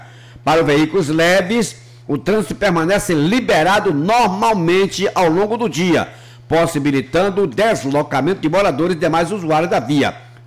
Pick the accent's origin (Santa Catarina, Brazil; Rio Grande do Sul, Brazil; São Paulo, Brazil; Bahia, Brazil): Bahia, Brazil; eu sou baiano